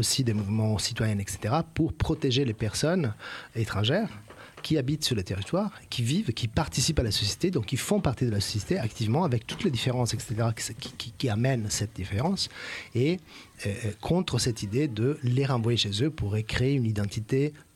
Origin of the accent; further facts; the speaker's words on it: Verona, Veneto, Italy; French is a second language; moved away; Moi, à chaque fois, je parle de ma ville natale, Vérone.